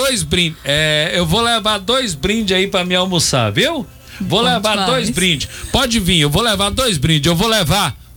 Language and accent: Portuguese; Brazil; eu sou brasileiro, eu gosto do Brasil.